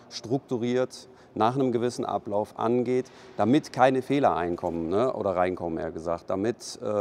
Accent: Bonn, North Rhine-Westphalia, Germany; ich selber bin hier aufgewachsen in Bonn

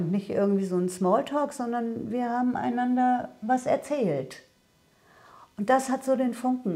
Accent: Gelsenkirchen, North Rhine-Westphalia, Germany; born there; werd 70 im nächsten Monat. Ich bin gebürtige Schalkerin.

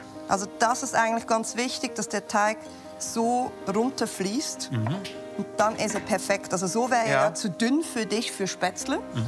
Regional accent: Switzerland; born or raised there

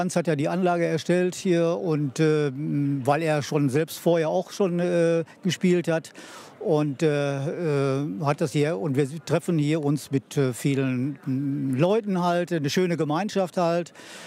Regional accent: Gütersloh, North Rhine-Westphalia, Germany; Genau. Ich habe hier schwimmen gelernt und ich bin mit dem Parkbad verbunden.

